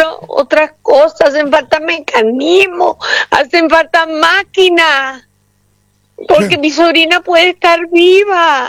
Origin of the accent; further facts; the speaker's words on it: Venezuela; Nosotros sobrevivimos porque nosotros somos venezolanos y tenemos fe.